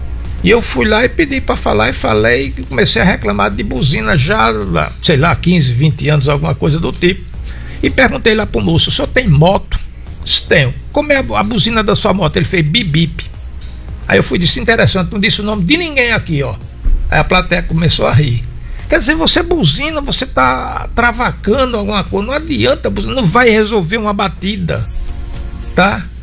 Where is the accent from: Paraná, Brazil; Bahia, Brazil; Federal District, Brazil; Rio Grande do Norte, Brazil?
Rio Grande do Norte, Brazil; Mossoró; also born or lived in São Paulo; Nasci em Mossoró. É, desde novinho, é.